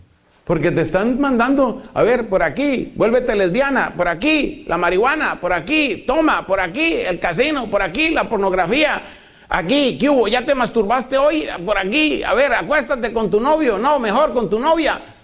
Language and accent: Spanish; Colombia; En mi país, para vergüenza de Colombia